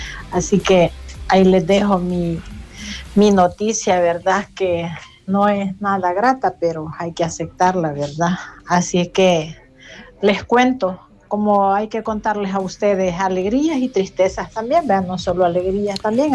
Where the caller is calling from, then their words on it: San Salvador, El Salvador; de San Jacinto.